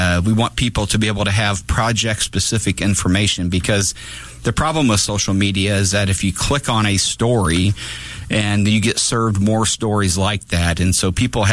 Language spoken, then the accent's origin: English; Divernon, Illinois, United States; I grew up in Divernon.